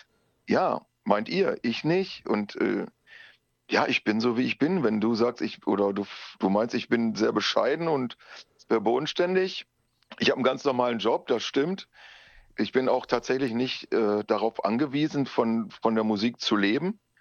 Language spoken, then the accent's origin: German; North Rhine-Westphalia, Germany; ich bin Ruhrpott-Affe, ne? Wir kommen aus dem Ruhrpott, wir sind halt so, wie wir sind.